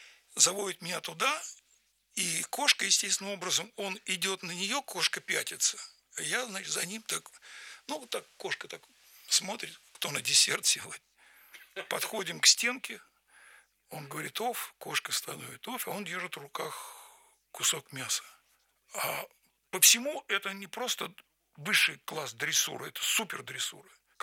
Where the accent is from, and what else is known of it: Moscow, Russia; born or raised there